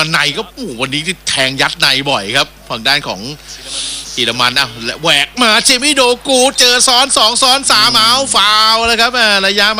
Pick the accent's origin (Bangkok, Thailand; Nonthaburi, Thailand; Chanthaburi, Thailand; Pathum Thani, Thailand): Bangkok, Thailand; now in Samut Prakan, Thailand; ไม่เป็นสมุทรปราการเลยไม่ใช่กรุงเทพแล้วเมื่อก่อนเป็นคนกรุงเทพ